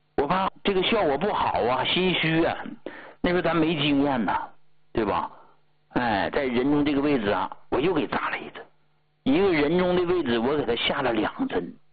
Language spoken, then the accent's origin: Chinese; Heilongjiang, China; moved away; 中国最冷的地方在黑龙江啊，对吧？我就是黑龙江出来的。